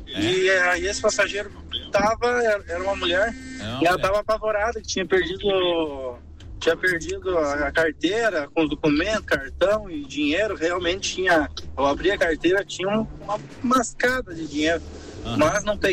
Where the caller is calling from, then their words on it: Passo Fundo, Rio Grande do Sul, Brazil; Sou aqui de Passo Fundo, Rio Grande do Sul.